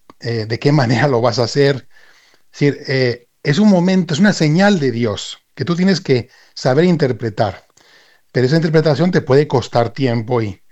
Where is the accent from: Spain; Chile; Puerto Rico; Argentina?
Spain; now in Mérida, Mexico; Yo soy español, aunque vivo aquí en México.